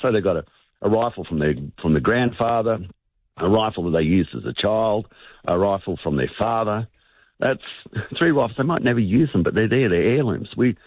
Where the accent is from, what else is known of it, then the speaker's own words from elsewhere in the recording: Australia; how I live as an Australian, a big part. There are so many people who this is part of their recreational pursuit. I live on the country.